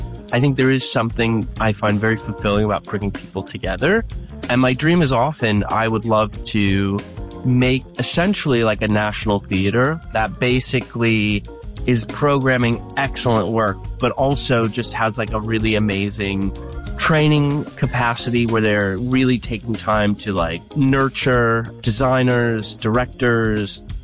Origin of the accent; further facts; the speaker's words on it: Scranton, Pennsylvania, United States; moved away as an adult; now in Brooklyn, New York, United States; I'm still in Brooklyn, New York. I split my time between Brooklyn, New York, and my hometown of Scranton, Pennsylvania.